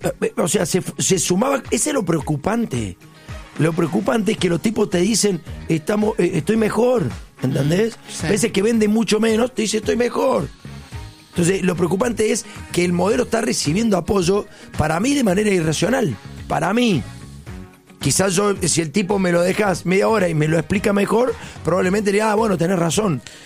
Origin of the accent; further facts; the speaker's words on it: Córdoba, Argentina; Yo vengo de Córdoba y la verdad que no reconozco zonas históricas.